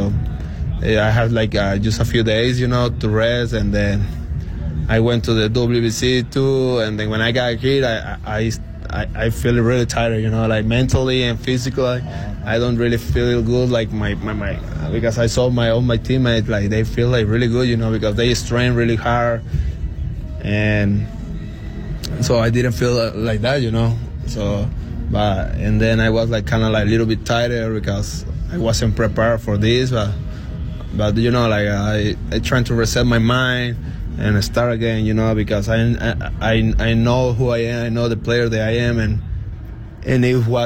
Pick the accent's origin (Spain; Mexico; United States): Mexico; English is a second language; So where I'm from, it's a team like in my hometown, we have a team, and then I remember when the big leaguers, like, going, when they going to play with the team where I'm from